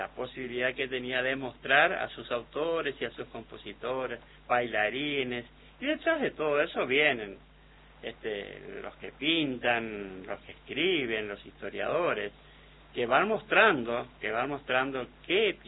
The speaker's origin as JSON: {"language": "Spanish", "region": "Chaco", "country": "Argentina", "said": "nosotros los chaqueños"}